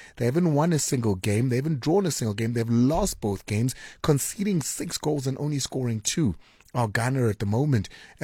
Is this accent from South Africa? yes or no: yes; South Africa; I'm South African